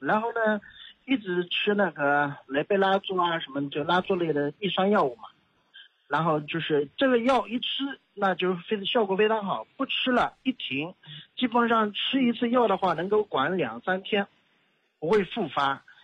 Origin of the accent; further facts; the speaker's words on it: Zhoushan, Zhejiang, China; 我是浙江舟山人。